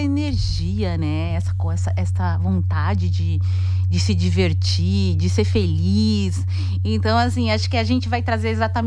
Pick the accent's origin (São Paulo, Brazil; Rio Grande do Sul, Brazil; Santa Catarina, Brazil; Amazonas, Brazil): São Paulo, Brazil; moved away; Eu sou de São Paulo, capital.